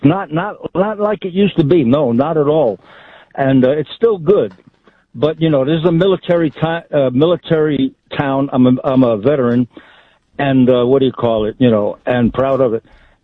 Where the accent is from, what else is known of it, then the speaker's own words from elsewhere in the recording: New York, United States; But anyway, I'm originally from New York, you know, and I moved out here to Colorado Springs 13 years ago, and it was a conservative stronghold.